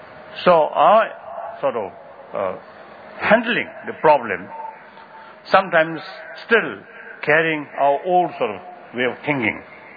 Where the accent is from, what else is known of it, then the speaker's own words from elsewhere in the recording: Tibet, China; I come from Tibet